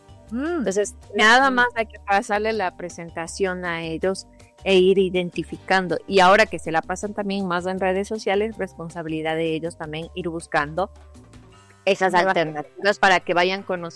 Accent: Ecuador

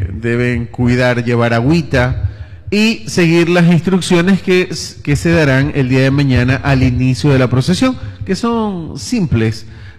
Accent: Manabí, Ecuador; Creo que todos los manabitas somos muy devotos de Nuestra Señora del Carmen.

